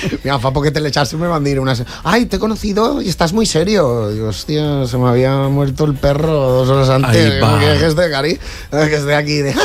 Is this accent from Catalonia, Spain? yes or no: no; Valencia, Valencian Community, Spain; soc de Torrefiel, soc més de barri que els columpios. Entonces, clar, la manera de ver la vida és d'un xic de Torrefiel.